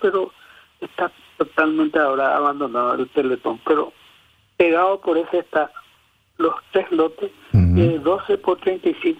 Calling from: Paraguarí, Paraguay; Sí, yo soy de Paraguarí.

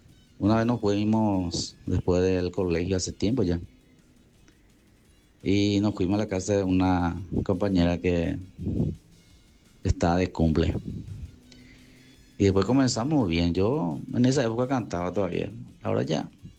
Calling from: Paraguay; de San Gerardo.

